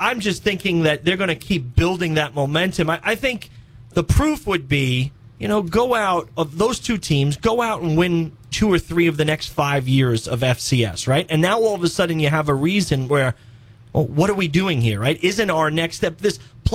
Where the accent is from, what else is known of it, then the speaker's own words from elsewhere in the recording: New York City, New York, United States; moved away; growing up in New York City